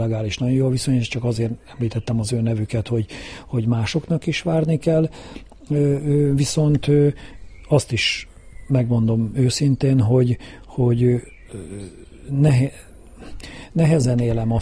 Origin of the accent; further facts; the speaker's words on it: Kecskemét, Bács-Kiskun, Hungary; a kecskeméti lakosokra, nem csak azért, mert itt születtem ugye a városközpontba, itt nőttem föl a egyik városrészbe, ugye a Széchenyi városba